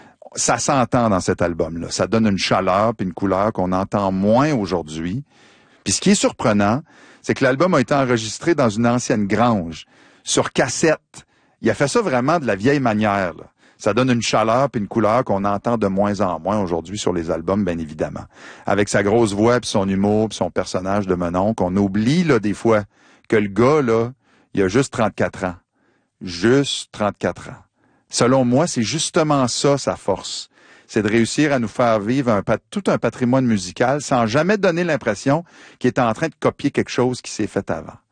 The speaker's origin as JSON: {"language": "French", "region": "New Brunswick", "country": "Canada", "said": "C'est une activité qu'on fait chez nous au Nouveau-Brunswick, en tout cas en Acadie, là, dans des belles journées d'été."}